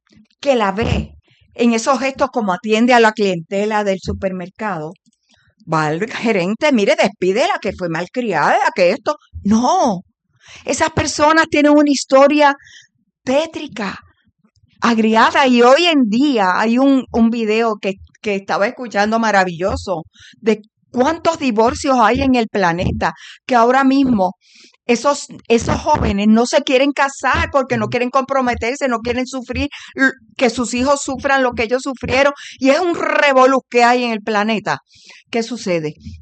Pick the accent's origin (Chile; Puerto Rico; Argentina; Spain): Puerto Rico; yo soy más puertorriqueña que el coquí.